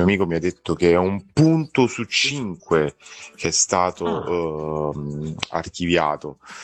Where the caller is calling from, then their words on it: Latina, Lazio, Italy; da Latina.